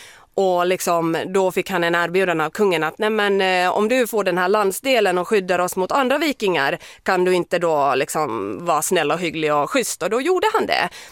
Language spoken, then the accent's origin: Swedish; Finland; jag är ju finsk.